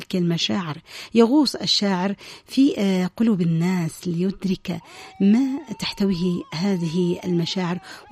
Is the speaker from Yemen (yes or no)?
yes; Yemen; نحن كيمنيين